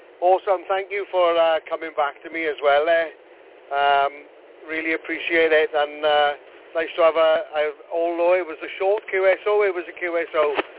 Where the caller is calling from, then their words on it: Swansea, Wales, United Kingdom; My home QTH is Swansea, South Wales. So I'm normally an MW9.